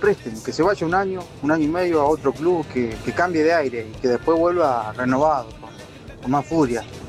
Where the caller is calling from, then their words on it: Santa Fe, Argentina; de Santa Fe